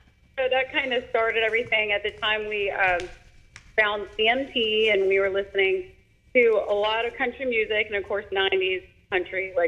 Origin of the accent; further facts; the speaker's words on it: Fort Huachuca, Arizona, United States; also born or lived in St. Louis; So when I was little, I was born in St. Louis, and we ended up moving to Arizona. My dad was in the Army, and he was stationed in what was called Fort Huachuca, Arizona.